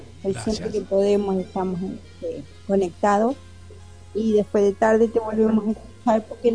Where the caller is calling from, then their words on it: Cerro Chato, Uruguay; Cerro Chato.